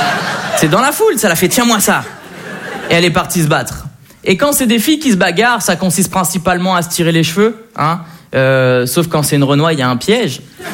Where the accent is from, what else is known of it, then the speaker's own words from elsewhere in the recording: Le Havre, Normandy, France; je fais du stand-up depuis un moment, moi, je suis originaire du Havre.